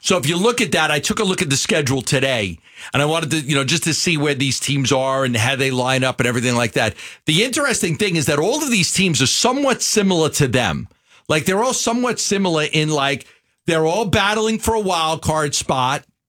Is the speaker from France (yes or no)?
no; New York, United States; I wasn't really a Phoenician. I was a New Yorker. I was a kid from New York doing a show.